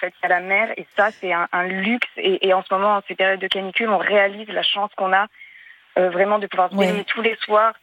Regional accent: Provence-Alpes-Côte d'Azur, France; moi, j'ai grandi dans le Var, j'ai grandi en bord de mer grâce à mon père qui était alsacien, mais qui est descendu parce qu'il était passionné par la mer

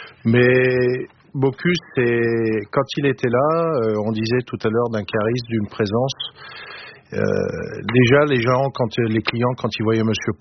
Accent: Lyon, Auvergne-Rhône-Alpes, France; Moi, je suis lyonnais. Il était impensable pour moi d'avoir ce restaurant sans quenelles sur table.

